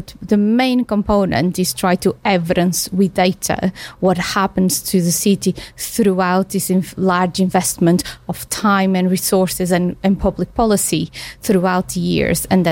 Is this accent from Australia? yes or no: no; Porto, Norte, Portugal; But as I mentioned, I come from Portugal and my hometown is Porto, which was European Cup of Culture 2001.